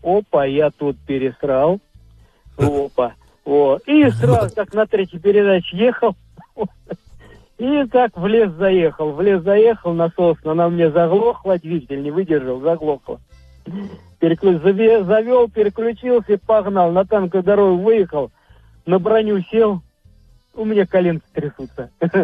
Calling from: Tambov, Tambov Oblast, Russia; С Тамбова.

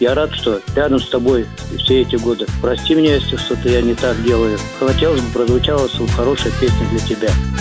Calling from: Bashkortostan, Russia; я из Башкирии.

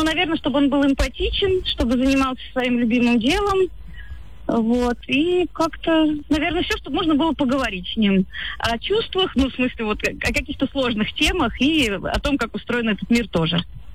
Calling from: Moscow, Russia; Я из Москвы, мне 42 года.

